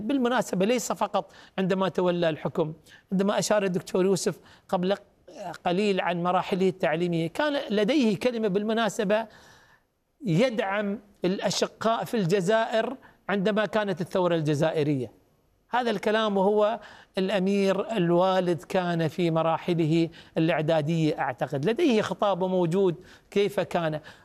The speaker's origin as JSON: {"language": "Arabic", "country": "Qatar", "said": "نحن حتى كقطريين"}